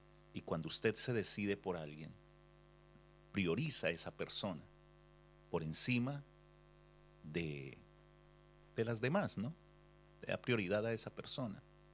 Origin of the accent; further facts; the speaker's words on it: Cartago, Valle del Cauca, Colombia; él era de mi tierra, de Cartago Valle, Colombia